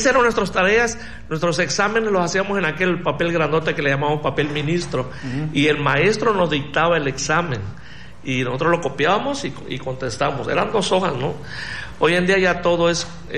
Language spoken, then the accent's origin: Spanish; Tonalá, Mexico; los que somos de aquí de Tonalá